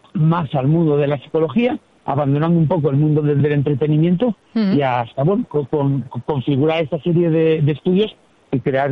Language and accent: Spanish; Castile and León, Spain; pues en mi tierra, que soy de Castilla y León, pues visito algún municipio